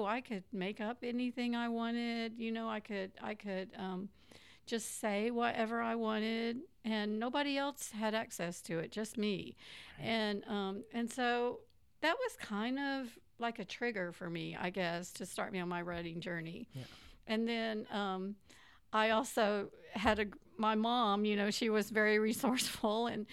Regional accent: Houston, Texas, United States; also born or lived in North Carolina / Iowa / Dallas; Well, I grew up in Houston. I was actually born in North Carolina. My dad was in the service and he was stationed out there. But my family is from Houston. And so that's where I grew up.

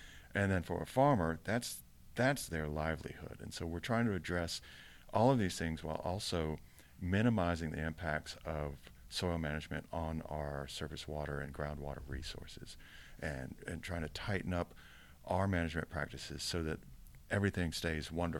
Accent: Georgia, United States; I'm from Georgia.

